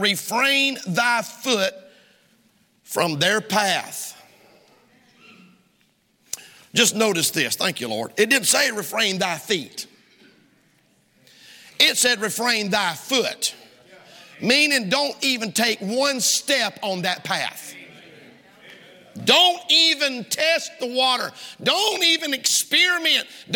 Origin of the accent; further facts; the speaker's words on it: Georgia, United States; accent: Southern drawl; moved away; every time I go to visit family down south in Georgia and I come back, my drawl is worse. My accent is worse.